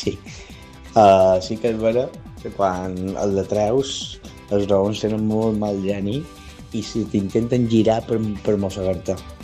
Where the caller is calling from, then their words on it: Balearic Islands, Spain; de Sant Sardina.